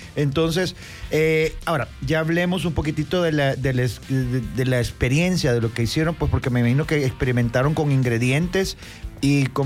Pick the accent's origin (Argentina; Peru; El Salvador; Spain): El Salvador; si nosotros hablamos de cosas del Salvador o que somos del Salvador